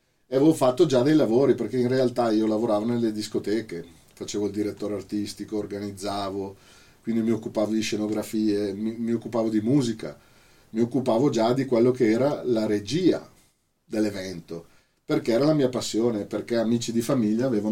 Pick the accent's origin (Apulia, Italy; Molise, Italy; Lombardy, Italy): Lombardy, Italy; Bergamo; sono di Bergamo, sono venuto apposta